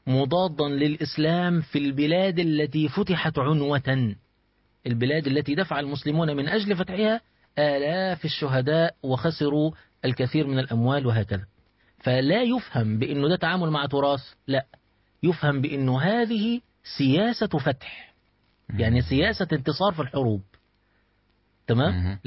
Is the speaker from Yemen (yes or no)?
no; Egypt; يعني انا دلوقتي مصري